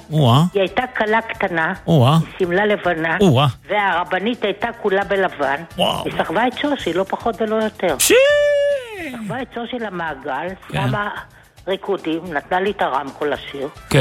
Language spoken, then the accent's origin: Hebrew; Haifa, Haifa District, Israel; born there; נולדתי בבית חולים רמב״ם, ולבן שלי קראו רמב״ם, כי הייתי בשמירת הריון.